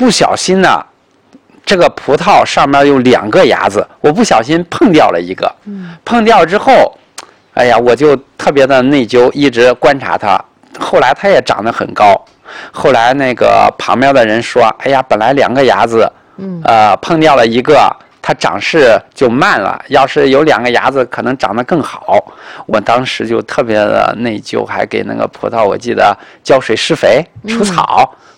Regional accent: Nanyang, Henan, China; moved away as an adult; now in Tianjin, China; 我的老家是南阳。

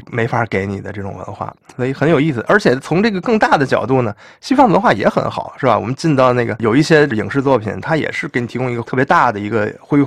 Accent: Tianjin, China; 我作为一个天津人哈，我就感觉很深，比如吃天津的早点

